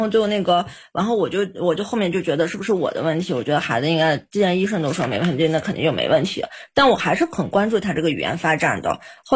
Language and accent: Chinese; Xinjiang, China; 我是新疆人